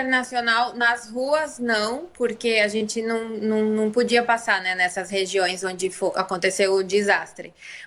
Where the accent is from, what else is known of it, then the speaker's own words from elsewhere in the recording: Brazil; Como eu cresci na Venezuela, desculpa, no Brasil, eu cresci vendo tudo o que acontecia no m